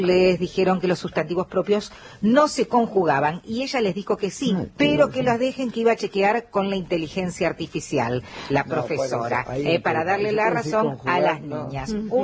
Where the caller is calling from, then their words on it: Gualeguaychú, Entre Ríos, Argentina; Hola, buen día … de Gualeguaychú.